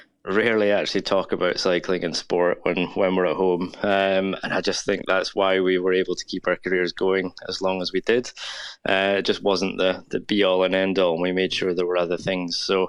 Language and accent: English; Scotland, United Kingdom; as a Scot racing in Scotland in front of a Scottish crowd